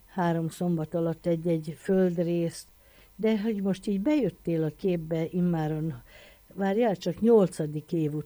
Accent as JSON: {"language": "Hungarian", "country": "Hungary", "said": "magyarok vagyunk"}